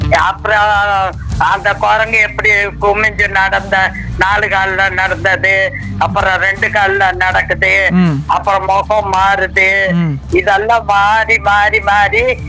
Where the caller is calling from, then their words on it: Dadagapatti, Tamil Nadu, India; தாதக்கப்பட்டியில் இருந்து பேசுகிறேன்.